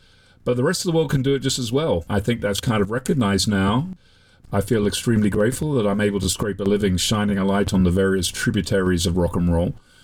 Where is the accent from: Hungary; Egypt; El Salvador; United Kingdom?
United Kingdom; England; moved away as an adult; now in United States; I was born in England, I grew up there, and I moved to the United States in my mid-20s.